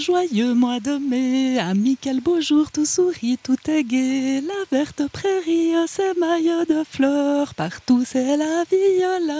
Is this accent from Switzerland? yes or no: yes; Fribourg, Switzerland; Je viens de Huipens et Marsens.